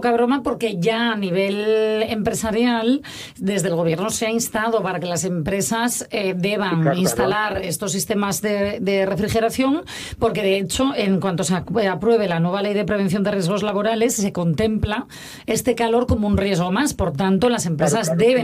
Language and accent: Spanish; Asturias, Spain; yo soy asturiana para llevar bien la lluvia, pero no para esto